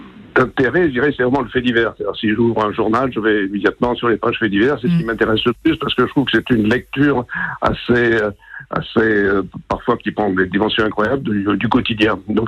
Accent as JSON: {"language": "French", "town": "Bordeaux", "region": "Nouvelle-Aquitaine", "country": "France", "tie": "born or raised there", "moved": "yes", "said": "je rentre à Bordeaux, puisque je suis originaire de Bordeaux"}